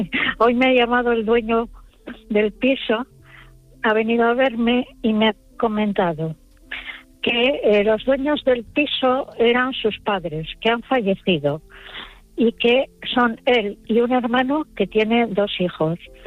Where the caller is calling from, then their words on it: Santander, Cantabria, Spain; De Santander.